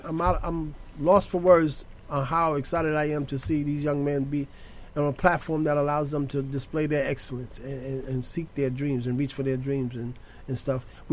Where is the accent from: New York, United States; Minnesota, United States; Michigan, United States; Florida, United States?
New York, United States; New York City; I come from Morrisania. I come from Millbank.